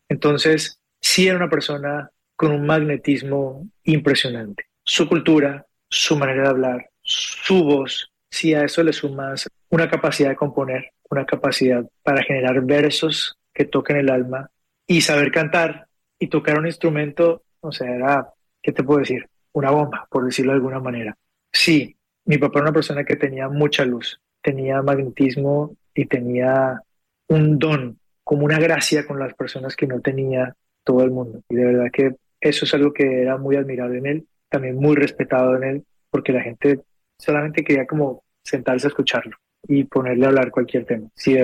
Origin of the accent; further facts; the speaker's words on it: Colombia; Hay algo que a veces nos sucede a nosotros como seres humanos o tal vez como colombianos